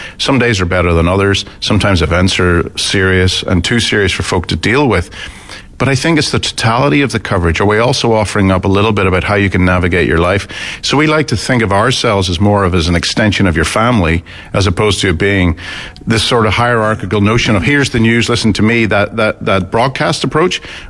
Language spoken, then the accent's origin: English; Portstewart, Northern Ireland, United Kingdom; moved away as an adult; also born or lived in Yorkshire; now in Canada; I grew up in Port Stewart, up on the Antrim coast. Absolutely gorgeous, idyllic childhood. Still think of it as home. But there was not a lot of work there.